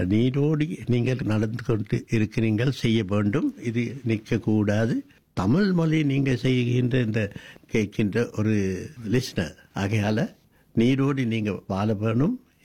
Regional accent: Sri Lanka; first language Sinhala; Tamil is a second language; நான் ஒரு சிங்களவர்

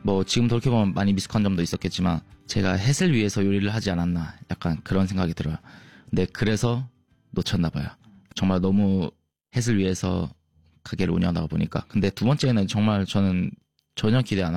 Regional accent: South Korea; also born or lived in Australia; 근데 하지만 저는 한국에서 자라왔기 때문에 그런 맛 경험들이 다 제 기억 속에 있기 때문에

